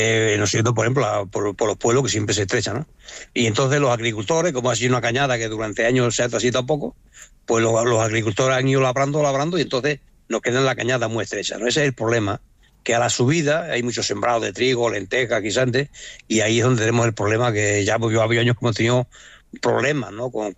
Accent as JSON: {"language": "Spanish", "region": "Extremadura", "country": "Spain", "said": "Yo soy de Extremadura, ¿no? En mi casa, en Extremadura, hay una finca"}